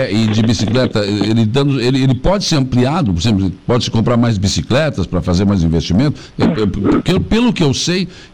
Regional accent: Rio Grande do Sul, Brazil; quando eu era menino, no Rio Grande do Sul tinha aqueles policiais que andavam lado a lado

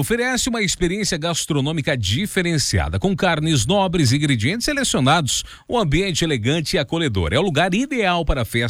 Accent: Brazil; eu sou brasileiro

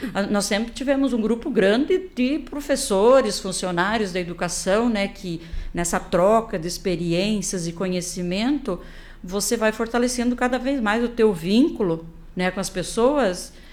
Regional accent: Nova Prata, Rio Grande do Sul, Brazil; born there; also born or lived in Salto do Lontra; a gente morava no interior, e o meu pai e minha mãe vieram do interior para aqui, para Salto do Lonto. Eu nasci no Ouro Fino, que hoje pertence para Nova Prata

